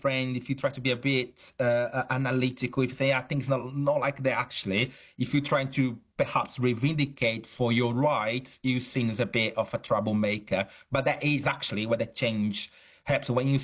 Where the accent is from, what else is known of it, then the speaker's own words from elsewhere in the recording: Brazil; now in Chichester, United Kingdom; I'm originally from Brazil, though I'm academic in at the University of Chichester in the UK.